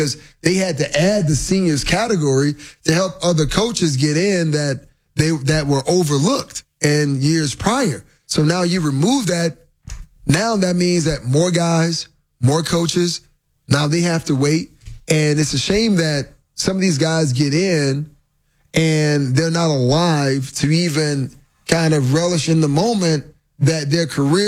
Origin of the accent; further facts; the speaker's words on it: Miami, Florida, United States; There's a guy that I watched when I was a kid growing up in Miami